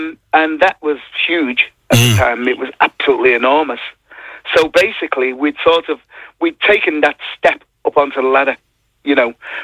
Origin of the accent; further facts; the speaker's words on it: Liverpool, North West England, United Kingdom; Yeah, we grew up in Toxteth, and Toxteth was the inner city part of Liverpool.